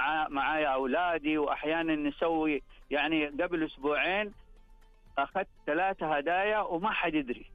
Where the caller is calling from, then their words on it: Jeddah, Makkah Province, Saudi Arabia; أنا أطلع في جدة هنا.